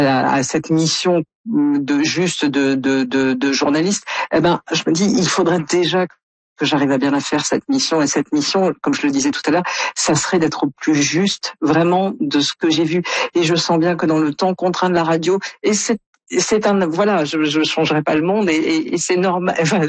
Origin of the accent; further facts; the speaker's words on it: France; on a du mal à imaginer, quand on est Canadien ou comme moi français, comment est-ce qu'on peut vivre